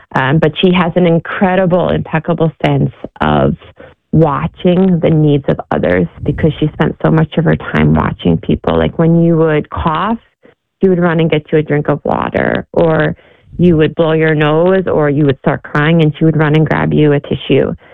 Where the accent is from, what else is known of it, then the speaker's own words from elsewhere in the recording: United States; as an American coming